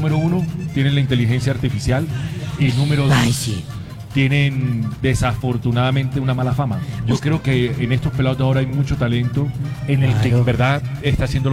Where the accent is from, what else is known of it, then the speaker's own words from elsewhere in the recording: Barranquilla, Atlántico, Colombia; also born or lived in Bogotá; yo a pesar de ser barranquillero, también soy capitalino del alma, siempre lo digo en todas mis clases, me formé aquí, soy de Bogotá